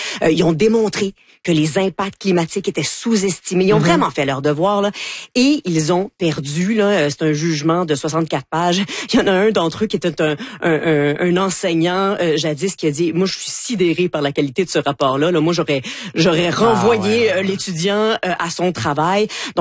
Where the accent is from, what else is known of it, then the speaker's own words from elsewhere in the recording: Quebec, Canada; Puis nous, au Québec, imaginez-vous donc que nous n'est pas si opposés que ça, finalement.